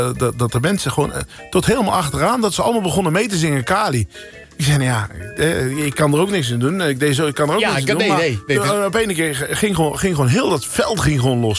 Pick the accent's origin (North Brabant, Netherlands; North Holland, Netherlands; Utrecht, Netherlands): North Holland, Netherlands; Amsterdam; born there; ik ben geboren in Amsterdam. Ja. En mijn familie kwam uit Amsterdam.